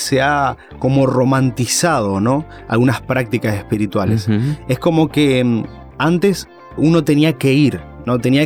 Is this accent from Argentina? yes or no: yes; Rosario, Santa Fe, Argentina; born there; Y yo soy de la República de Rosario